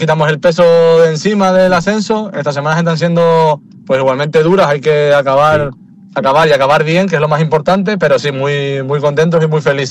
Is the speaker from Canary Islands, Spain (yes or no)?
yes; Corralejo, Canary Islands, Spain; Sí, yo empecé en Corralejo, en el equipo de mi pueblo, sí, siguiendo ahí los pasos de mi padre.